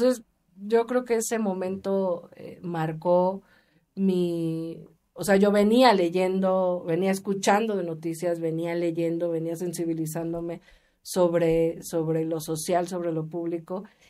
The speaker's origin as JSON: {"language": "Spanish", "region": "Mexico City", "country": "Mexico", "said": "la Agrícola Oriental, que es de donde yo soy, en Iztacalco"}